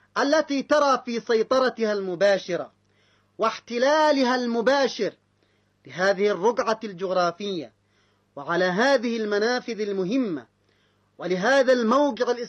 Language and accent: Arabic; Yemen; ولنا نحن كيمنيين